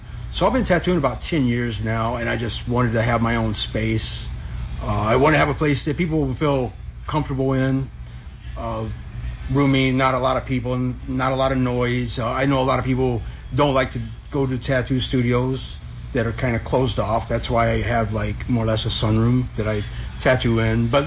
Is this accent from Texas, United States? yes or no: yes; Texas, United States; moved away; I'm originally from Texas, and I moved up here in 2001. In 2015, I moved back down to Texas to learn to start tattooing. A couple years after that, I moved back up here.